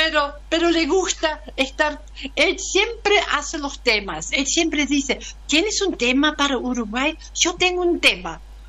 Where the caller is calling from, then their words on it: Canary Islands, Spain; En Gran Canaria, en el norte, escuchando a ustedes.